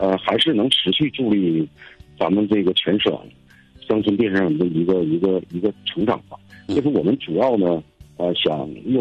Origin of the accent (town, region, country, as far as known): Jilin, China; born or raised there